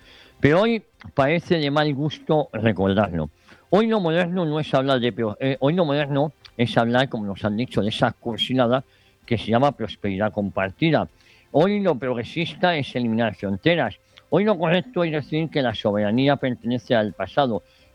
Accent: Spain

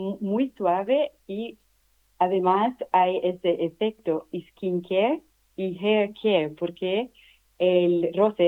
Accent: Brazil; now in Madrid, Spain; Bueno, entonces somos brasileños

